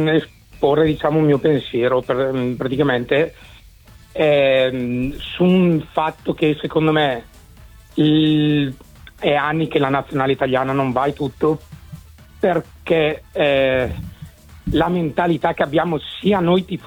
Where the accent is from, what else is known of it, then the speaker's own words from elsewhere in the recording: Bergamo, Lombardy, Italy; Io Inter, anche se sono di Bergamo, sono